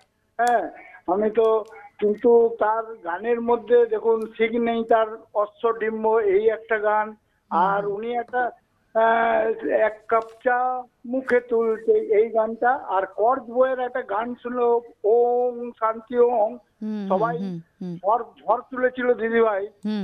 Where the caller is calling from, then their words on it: Budbud, West Bengal, India; আমি পূর্ব বর্ধমান জেলার বুধবুদ থেকে